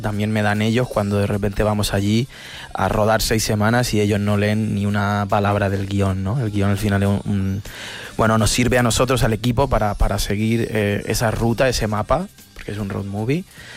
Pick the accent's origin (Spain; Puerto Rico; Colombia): Spain; Murcia, Region of Murcia; Todos somos de Murcia y pintábamos graffiti